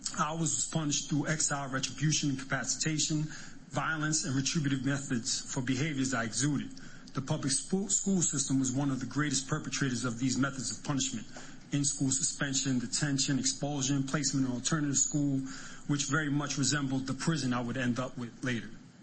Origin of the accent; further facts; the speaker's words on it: New York City, New York, United States; also born or lived in Santurce, Puerto Rico; I was born in Santurce, Puerto Rico, but prior to my third birthday, my parents migrated to New York City.